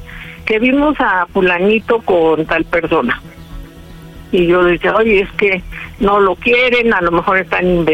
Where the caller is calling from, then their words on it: Pachuca, Hidalgo, Mexico; Tengo 30 años y soy de Pachuca, Hidalgo.